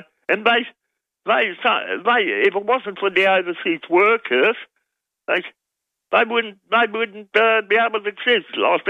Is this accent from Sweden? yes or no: no; Amsterdam, North Holland, Netherlands; now in Australia; Oh, well, I tell you, I grew up in Amsterdam and it's, Holland's still, the people are still living and...